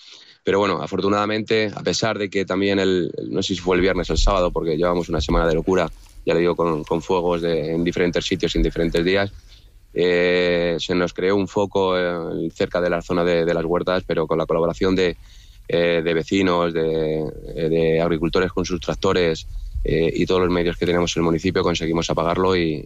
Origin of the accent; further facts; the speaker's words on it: Villa del Prado, Community of Madrid, Spain; la gente que somos de aquí, de nuestro municipio, digamos que nuestro municipio, que es un pueblo verde, que somos la Huerta de Madrid